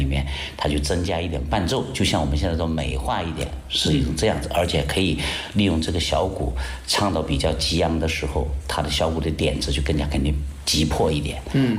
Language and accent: Chinese; Jiangxi, China; 我们江西这边都是属于采茶戏，哦，我们的吉安采茶戏，赣南就是赣南采茶戏，